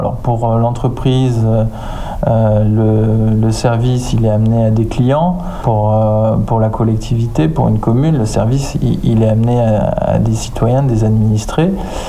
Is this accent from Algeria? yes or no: no; Nouvelle-Aquitaine, France; je suis originaire de Dordogne et donc j'ai beaucoup de famille sur l'agglomération périgourdine et en Dordogne